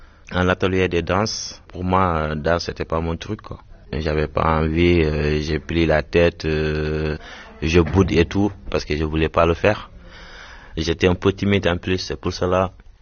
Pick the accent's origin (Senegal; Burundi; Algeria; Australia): Senegal; Dakar; now in Drancy, France